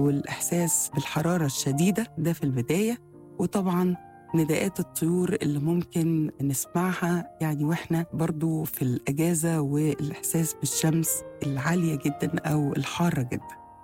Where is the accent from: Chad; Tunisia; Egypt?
Egypt; إحساسنا احنا كمصريين